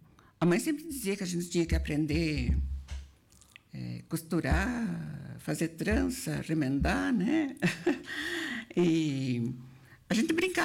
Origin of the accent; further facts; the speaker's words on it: Marau, Rio Grande do Sul, Brazil; born there; Ah, eu nasci lá na linha 18 Roso. Naquele tempo era o distrito de Vila Maria, que pertencia ao município de Marau, né?